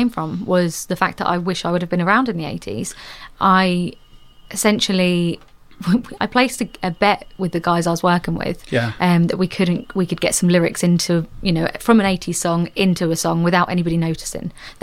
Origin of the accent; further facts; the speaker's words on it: Great Yarmouth, East of England, United Kingdom; born and bred in Great Yarmouth myself.